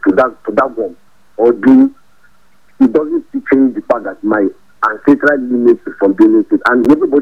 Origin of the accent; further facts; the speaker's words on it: Plateau, Nigeria; Like for me, I grew all my life on the plateau. I attend Jesus Gengeri, I attend Angorugo Primary School, I stay in Kenya.